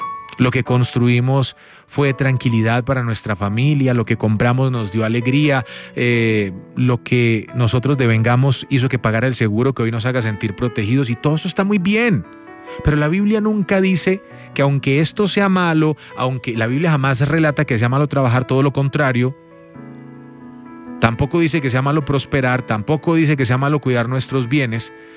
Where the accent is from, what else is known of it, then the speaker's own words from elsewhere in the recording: Colombia; Si somos colombianos promedios